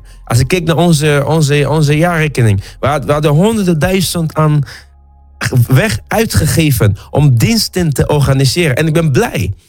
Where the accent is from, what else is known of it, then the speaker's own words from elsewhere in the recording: The Hague, South Holland, Netherlands; now in Delft, Netherlands; Ik woon in Den Haag, ik kom uit Den Haag. Nee, ik woon in Delft, maar ik kom uit Den Haag oorspronkelijk. Delft is naast Den Haag.